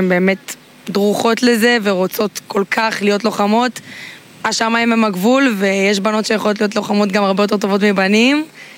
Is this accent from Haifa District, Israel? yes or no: yes; Sdot Yam, Haifa District, Israel; גדלתי בים, ככה ההורים שלי השרישו. הייתי הולכת הרבה לשדות ים, לחוף שם, גדלתי שם.